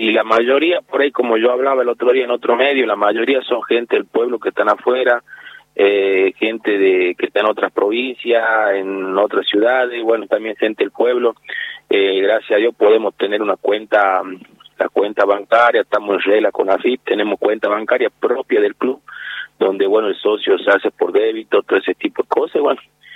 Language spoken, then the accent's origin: Spanish; El Bordo, Salta, Argentina; Nosotros somos de acá del Bordo, el Club del Bordo, de sí.